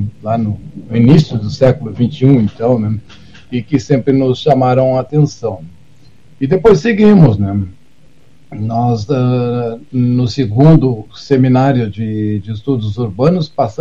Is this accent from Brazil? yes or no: yes; Rio Grande do Sul, Brazil; E principalmente nós que somos gaúchos, né?